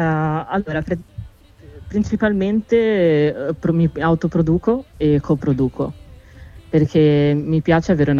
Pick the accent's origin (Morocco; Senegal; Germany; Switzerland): Morocco; Italian is a second language; mi piace prendere un po' di suoni dalle esperienze che ho avuto sia in Olanda che in Marocco, che è il mio paese d'origine, che in Italia.